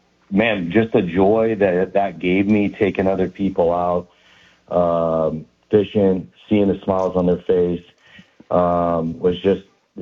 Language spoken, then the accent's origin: English; Eatonville, Washington, United States; I grew up on Henley Silver Lake in Eatonville.